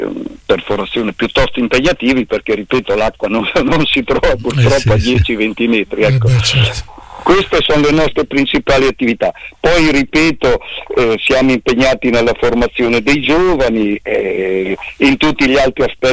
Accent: Montecchio, Marche, Italy; Sì, certo, io sono di Montecchio di Pesaro.

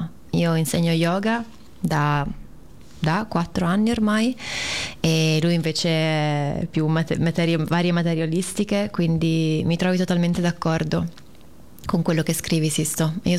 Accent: Padua, Veneto, Italy; moved away; mi ero ritrasferita a Padova, perché dopo il Covid, per diversi motivi, ho deciso di tornare un po' qui, avevo bisogno di vivere un po' la mia terra, perché erano tanti anni che ero fuori

